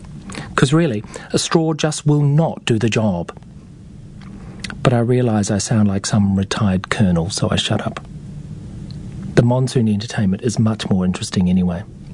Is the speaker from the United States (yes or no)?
no; New Zealand; now in Australia; As a Kiwi who lives in Australia